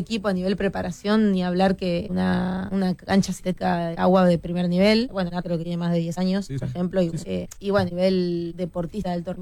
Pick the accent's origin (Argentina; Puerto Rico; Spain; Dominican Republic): Argentina; Somos argentinos y creo que saca siempre un poco ese fuego interno